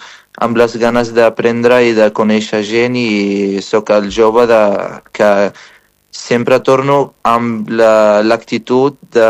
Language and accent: Catalan; Algeria; moved away as an adult; now in Spain; Jo sóc d'Algèria. Vaig arribar, porto 3 anys aquí en Espanya.